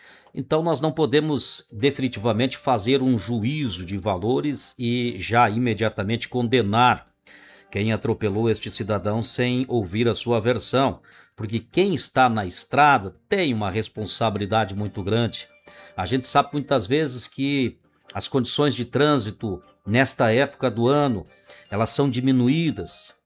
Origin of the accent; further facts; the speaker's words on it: Rio Grande do Sul, Brazil; Nós que somos gaúchos, comemos carne com vontade.